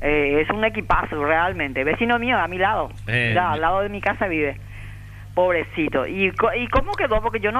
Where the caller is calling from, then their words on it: Asunción, Paraguay; Nosotros no, somos de Roberto Luis Petit.